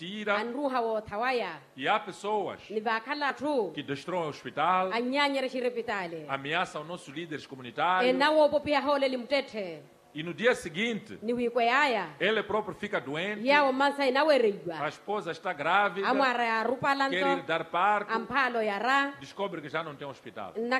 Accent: Mozambique; E nós, como moçambicanos, unidos, e principalmente com a força da mulher, temos que combater esses males

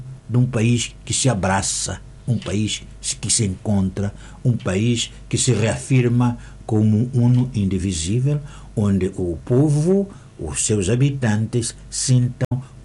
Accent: Inhambane, Mozambique; first language Tswa; eu sou de Inhambane, sou falo Xitsua, eu sou misto de Bitonga e Mato, sim senhora, eu pertenço àquela

